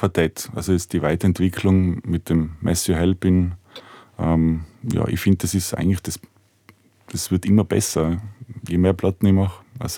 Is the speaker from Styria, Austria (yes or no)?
no; Natters, Tyrol, Austria; das ist so Hommage an meinen Heimatort Natters. Da gibt es einen kleinen See.